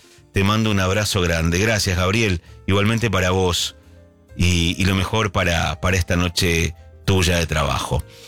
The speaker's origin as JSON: {"language": "Spanish", "town": "Presidencia Roque Sáenz Peña", "region": "Chaco", "country": "Argentina", "said": "Yo también soy de Sáenz Peña."}